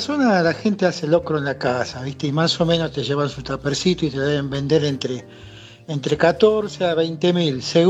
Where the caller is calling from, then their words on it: González Catán, Buenos Aires Province, Argentina; de Catán, el pana.